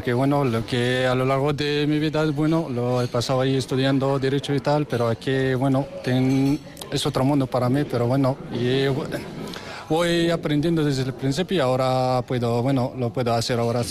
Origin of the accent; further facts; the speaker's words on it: Morocco; Spanish is a second language; moved away as an adult; now in Spain; soy marroquí y bueno … soy marroquí